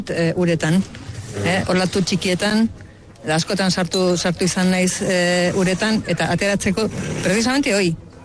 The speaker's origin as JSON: {"language": "Basque", "town": "Errenteria", "region": "Basque Country", "country": "Spain", "tie": "born or raised there", "said": "ni errenterian jaio naiz."}